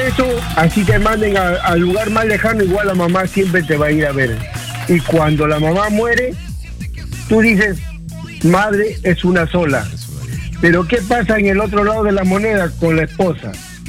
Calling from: Lima, Peru; De San Martín de Porres

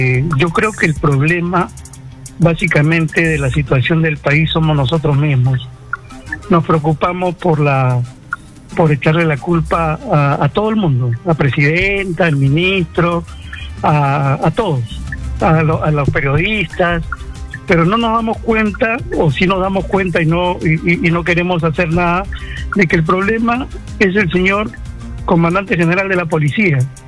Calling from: San Miguel, Lima, Peru; De San Miguel.

